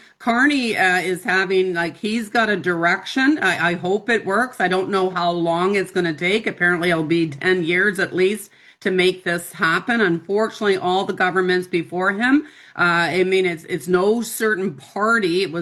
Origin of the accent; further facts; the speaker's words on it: Canada; We're all proud Canadians.